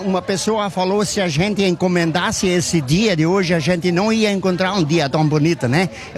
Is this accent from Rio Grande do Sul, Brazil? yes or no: yes; Dois Irmãos, Rio Grande do Sul, Brazil; eu sou natural de Dois Irmãos, mas eu tenho chácara aqui, né?